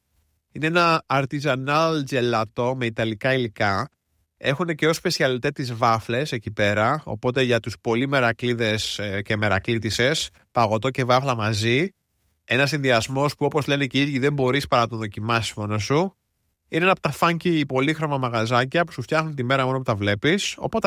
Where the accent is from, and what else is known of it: Greece; now in Berlin, Germany